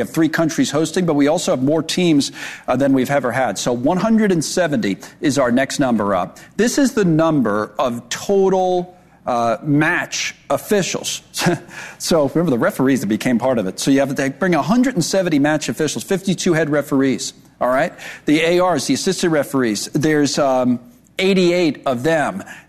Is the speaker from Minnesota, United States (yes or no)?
no; New York, United States; I'm a Knicks fan. So I'm from New York.